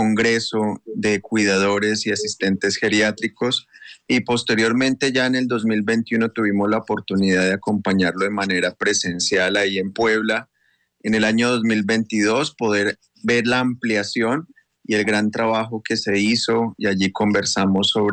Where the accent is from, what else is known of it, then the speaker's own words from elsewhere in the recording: Colombia; now in Brazil; soy colombiano y actualmente vivo en Brasil.